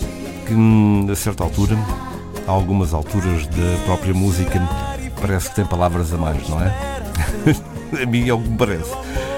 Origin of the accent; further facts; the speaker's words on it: Ribatejo, Portugal; Eu também venho do Ribatejo